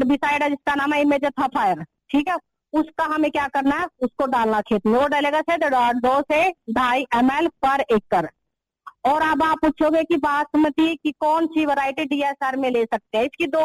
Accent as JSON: {"language": "Hindi", "region": "Haryana", "country": "India", "said": "जैसे मैं हरियाणा से हूँ"}